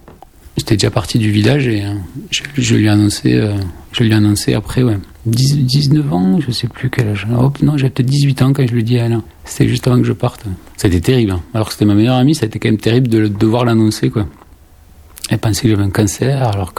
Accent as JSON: {"language": "French", "town": "Labastide-Rouairoux", "region": "Occitanie", "country": "France", "tie": "born or raised there", "moved": "as an adult", "said": "j'ai grandi à Lavastide-Rouairoux, donc tout petit village du bout du Tarn. Je crois que c'est un village de 1000-1200 habitants à l'époque. Et je suis né dans une famille d'ouvriers, famille simple, plutôt pas très voyageuse, très famille."}